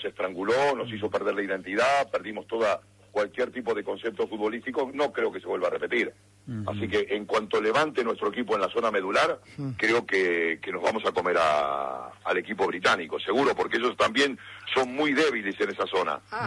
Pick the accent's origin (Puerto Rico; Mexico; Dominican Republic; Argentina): Argentina; now in Spain; Toda la vida, mis hijos nacieron aquí, todo. Pero evidentemente Argentina sobre todo. Yo soy argentino y muero por Argentina.